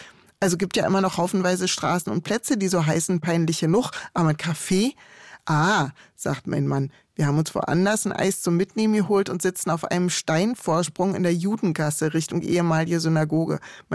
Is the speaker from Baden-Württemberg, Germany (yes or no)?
no; Berlin, Germany; Weil bei uns in Berlin ist jedem klar, wie peinlich sowas wäre.